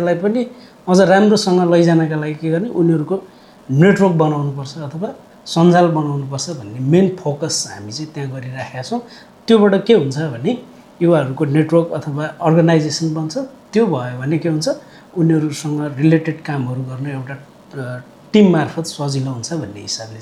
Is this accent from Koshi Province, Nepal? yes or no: no; Rajapur, Lumbini Province, Nepal; मेरो घर राजापुर बर्दिया पर्छ।